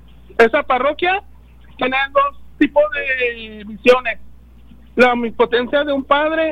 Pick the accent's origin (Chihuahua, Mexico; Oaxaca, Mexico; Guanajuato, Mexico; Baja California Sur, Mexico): Chihuahua, Mexico; Ciudad Juárez; born there